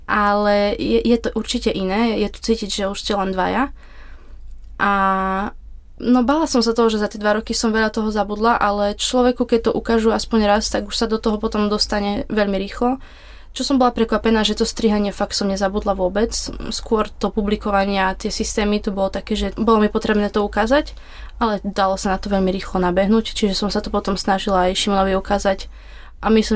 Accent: Košice, Košice Region, Slovakia; kedy sme spomenuli, že sme teda z Košíc a že poznáme aj Augustinianov z Košíc, keďže bývame hneď vedľa kostola.

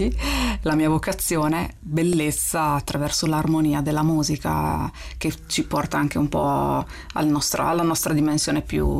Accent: Rimini, Emilia-Romagna, Italy; E sono di Rimini, 44 anni

